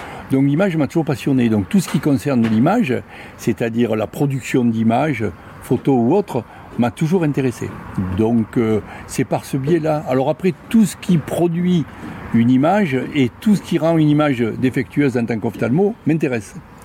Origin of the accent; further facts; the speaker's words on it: Arles, Provence-Alpes-Côte d'Azur, France; now in Vauvert, France; Moi, je suis né à Arles, donc j'étais adolescent au début des rencontres photo.